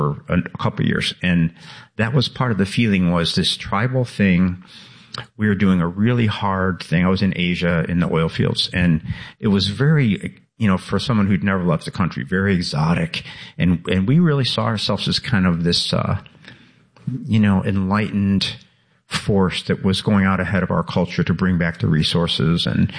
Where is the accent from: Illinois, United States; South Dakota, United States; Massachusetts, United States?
Illinois, United States; Chicago; I grew up in Chicago on the South Side, and there was a very, you know, a very male-centered time.